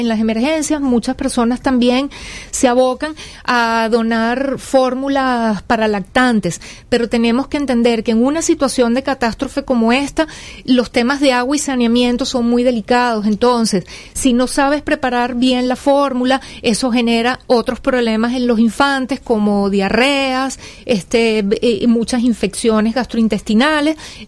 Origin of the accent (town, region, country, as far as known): Venezuela; moved away as an adult; now in Mexico